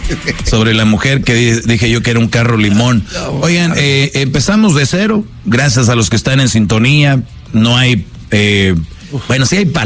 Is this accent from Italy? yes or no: no; Monterrey, Nuevo León, Mexico; yo de niño en Monterrey sí jugábamos con eso